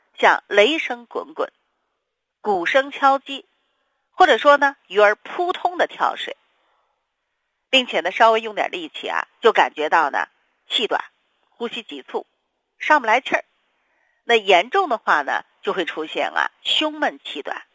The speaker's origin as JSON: {"language": "Chinese", "region": "Northeast China", "country": "China", "said": "这位男同志呢是喜欢喝酒抽烟，咱们东北人都是比较喜欢啊喝酒抽烟的"}